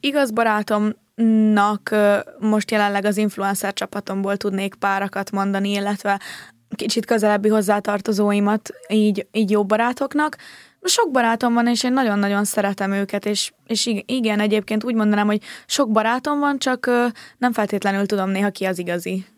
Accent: Budapest, Hungary; én Budán nőttem fel, Rózsadombon, 15 évet laktam a Bimbó úton, édesanyukámmal, aki református kántor és zongora művész … és utána költöztünk ki Budán, szintén csak kicsit kiebbre

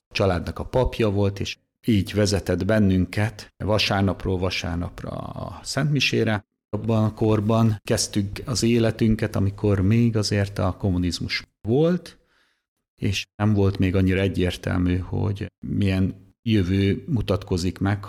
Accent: Pécel, Pest, Hungary; now in Vác, Hungary; Vácz deákvári plébános. Pécelről számozom, ott nevelkedtem. Egy elkötelezett katolikus család

